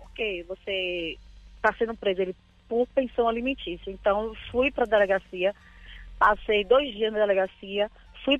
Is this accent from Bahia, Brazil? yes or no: yes; Bahia, Brazil; Que eu sou baiana, sou da Bahia.